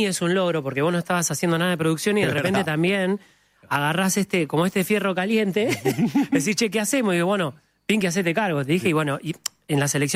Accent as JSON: {"language": "Spanish", "country": "Argentina", "said": "por lo que significa la cumbia como argentino"}